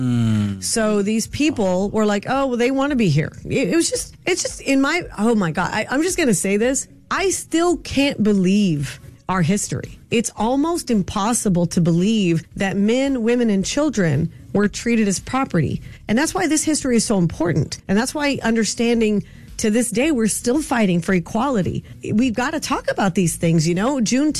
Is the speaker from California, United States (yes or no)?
no; Texas, United States; this is something that I've known about since I was little, having been born and raised in Texas.